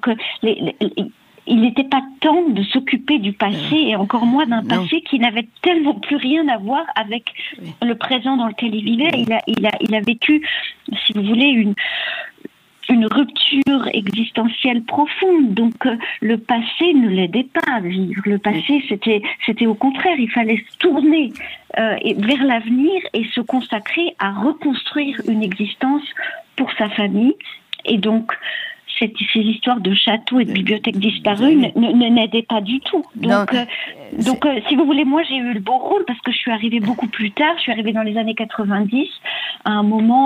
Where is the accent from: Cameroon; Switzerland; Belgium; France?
Switzerland; Geneva; born there